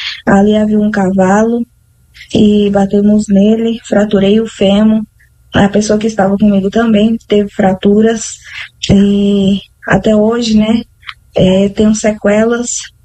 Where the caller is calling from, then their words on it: Brazil; tenho 22 anos, sou do Julião.